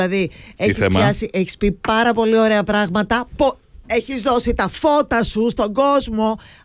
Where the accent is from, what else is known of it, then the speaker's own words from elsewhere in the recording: Central Macedonia, Greece; also born or lived in Crete; είμαι και από τη Χαλκιδική.